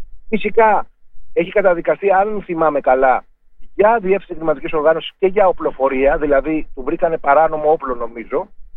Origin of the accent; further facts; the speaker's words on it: Crete, Greece; εγώ κύριε Κυριακάκη, όπως ξέρετε, κατάγομαι από την Κρήτη.